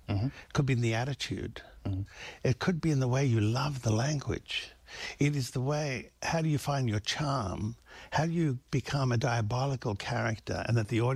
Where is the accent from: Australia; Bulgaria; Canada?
Australia; now in United States; all those things that I didn't see while I was growing up in Australia. And so I made it my desire that one day I would find my way to America.